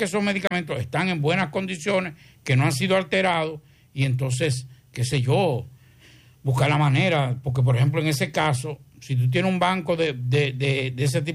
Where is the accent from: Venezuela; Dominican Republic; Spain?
Dominican Republic; somos los dos de ahí, nos criamos ahí en Pueblo Nuevo.